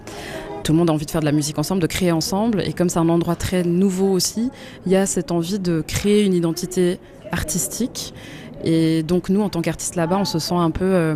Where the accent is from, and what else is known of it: Switzerland; born or raised there